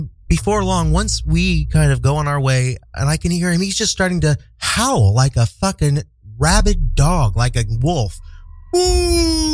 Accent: Midwest, United States; moved away; I am a Midwesterner at heart.

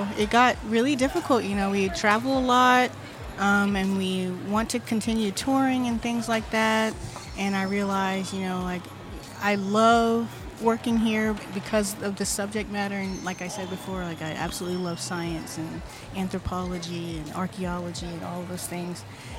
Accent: the South, United States; my own childhood and the things that I saw growing up in the South.

